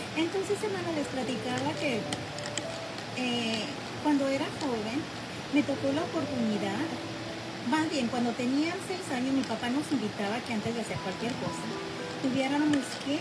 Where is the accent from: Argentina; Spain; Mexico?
Mexico; moved away; Esa fue una de las razones que nosotros emigramos para acá, de los Estados de México para acá, porque alguien más me acusó, un familiar